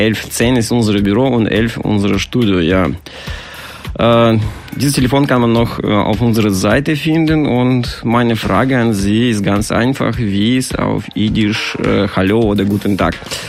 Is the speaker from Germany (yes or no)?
no; Russia; Aber ich komme aus Russland, deswegen kann ich widersprechen. Die Russen können doch lachen.